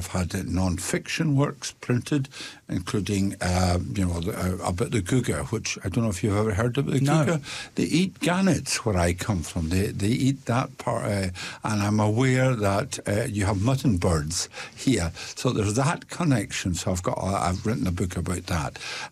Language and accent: English; Isle of Lewis, Scotland, United Kingdom; which again is a place name that I'm known from Lewis, the Isle of Lewis. There's a Broad Bay in the Isle of Lewis too, that I used to see quite often when I was younger.